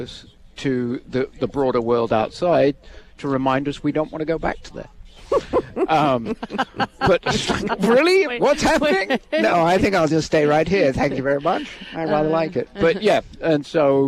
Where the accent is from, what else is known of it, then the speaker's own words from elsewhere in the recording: Devon, South West England, United Kingdom; now in Alaska, United States; I am from Devon, which is the southwest corner.